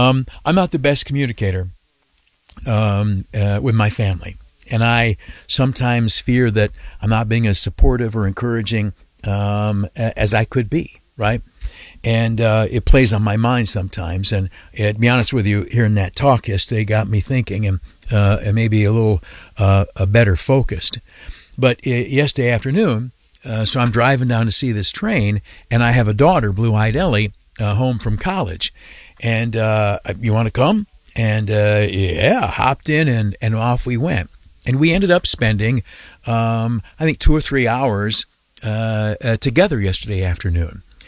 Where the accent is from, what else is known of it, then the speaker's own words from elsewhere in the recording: Canisteo, New York, United States; now in Schenectady, United States; my hometown of Canastillo, New York, down in the southern tier.